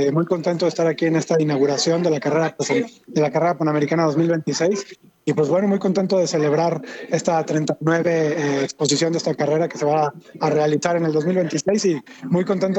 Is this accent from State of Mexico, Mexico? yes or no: no; San Luis Potosí, Mexico; pasamos por mi ciudad natal que es San Luis Potosí, así es que estoy muy contento de pasar por ahí porque la gente nos trata muy bien.